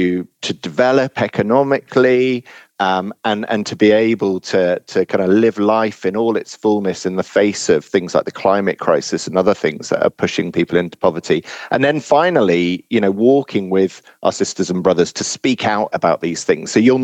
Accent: South East England, United Kingdom; now in South London, United Kingdom; I go to a church in Crystal Palace in South London, where I've been for the last 20 years. I grew up in Sussex, in a small village in West Sussex.

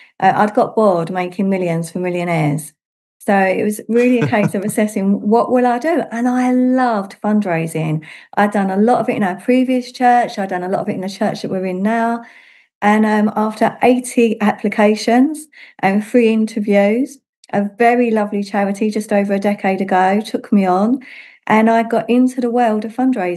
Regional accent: London, United Kingdom; accent: London; moved away as an adult; now in Oxfordshire, United Kingdom; as someone who used to live in London, as you can probably tell by my accent

